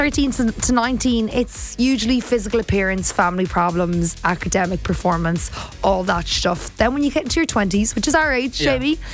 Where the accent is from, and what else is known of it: Limerick, Munster, Ireland; born there